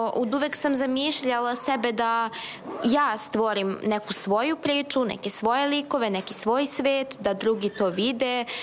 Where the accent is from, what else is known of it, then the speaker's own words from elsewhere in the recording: Kragujevac, Šumadija, Serbia; dolazim iz Kragujevca, punim 18 godina, idem u prvu Kragujevačku gimnaziju.